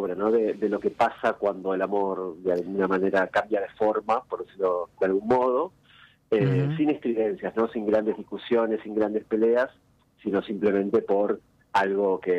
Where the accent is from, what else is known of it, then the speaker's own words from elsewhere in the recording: Gualeguay, Entre Ríos, Argentina; un festival en Gualeguay, que es de donde soy yo, en Entre Ríos.